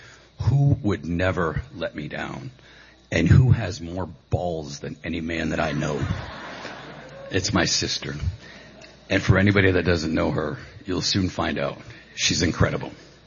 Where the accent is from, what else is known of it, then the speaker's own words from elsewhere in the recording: Caribou, Maine, United States; I'm from Caribou, Maine.